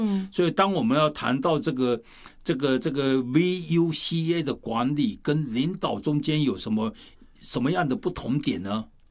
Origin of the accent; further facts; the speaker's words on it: China; 我们中国人常常讲的是活到老学到老